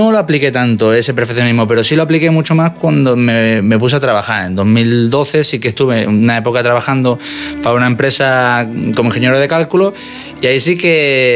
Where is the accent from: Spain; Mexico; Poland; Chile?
Spain; Málaga, Andalusia; moved away as an adult; also born or lived in Madrid